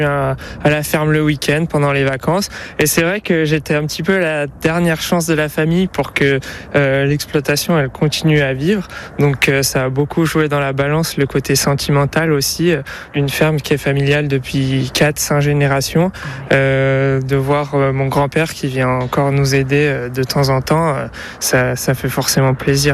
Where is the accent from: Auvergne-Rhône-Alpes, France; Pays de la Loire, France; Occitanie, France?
Auvergne-Rhône-Alpes, France; Aoste; je suis né à Aost, j'ai grandi à Aost, et là j'ai acheté une maison récemment à Aost